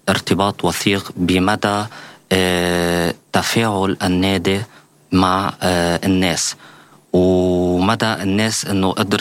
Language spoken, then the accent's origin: Arabic; Lebanon; now in Russia; نحن كلبنانيين